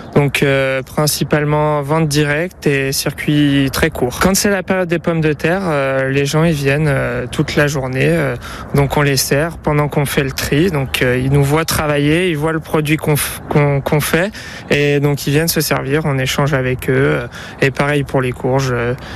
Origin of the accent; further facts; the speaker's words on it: Aoste, Auvergne-Rhône-Alpes, France; born there; C'est vrai que je suis né à Aoste, et là j'ai acheté une maison récemment à Aoste